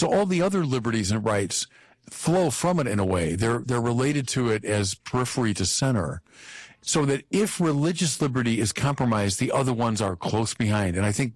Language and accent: English; United States; But I'm entering into the public debate precisely as a Catholic. Mm-hmm. And as an American.